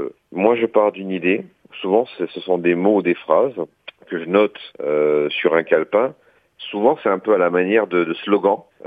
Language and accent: French; Montemaggiore, Corsica, France; j'ai grandi en Corse, évidemment, en Balagne, à Montemajor précisément.